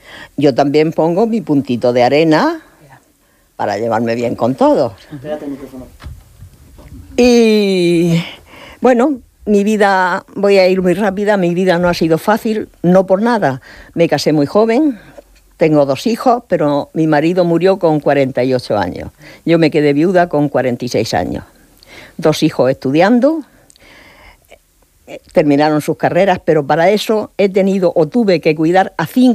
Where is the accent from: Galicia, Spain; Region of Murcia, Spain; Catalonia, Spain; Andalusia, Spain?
Region of Murcia, Spain; Cartagena; moved away as an adult; now in Murcia, Spain; hace 20 años que soy de Cartagena, me vine de Cartagena a Murcia porque mis hijos ya terminaron sus carreras, se casaron en Murcia, vivían en Murcia